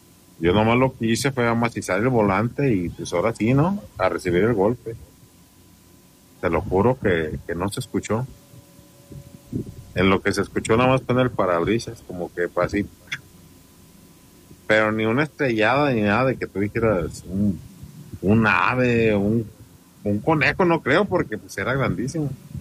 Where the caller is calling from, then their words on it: Mexico; Yo soy de México. Yo vivo en Michoacán